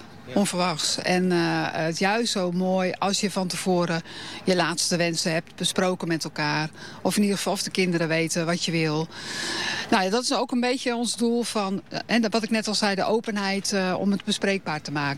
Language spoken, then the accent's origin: Dutch; Alphen aan den Rijn, South Holland, Netherlands; We komen ook uit Alfa aan de Rijn.